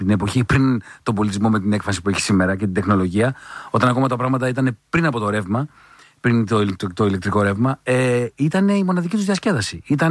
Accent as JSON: {"language": "Greek", "town": "Drama", "region": "Eastern Macedonia and Thrace", "country": "Greece", "tie": "born or raised there", "said": "Εγώ μεγάλωσα στη Δράμα, όπου στη Μακεδονία και στη Θράκη τα διονυσιακά δρόμενα είναι"}